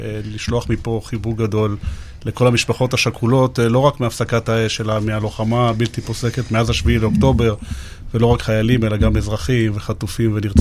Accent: Ra'anana, Central District, Israel; also born or lived in Argentina; עלינו לארץ שהייתי בן 6, גדלתי ברעננה.

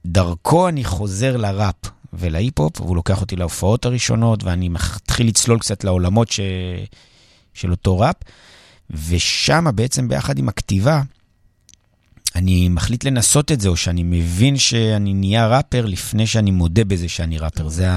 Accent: Jerusalem, Jerusalem District, Israel; born there

